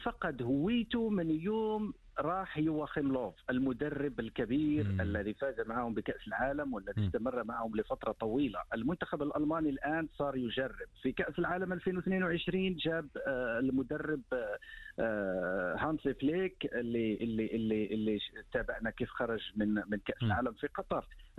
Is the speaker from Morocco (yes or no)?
yes; Morocco; باعتباري أنا مغربي